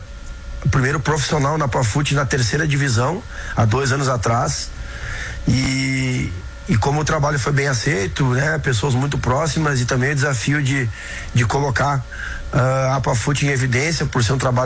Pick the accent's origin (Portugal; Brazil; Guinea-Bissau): Brazil; Caxias do Sul, Rio Grande do Sul; eu sou natural de Caxias do Sul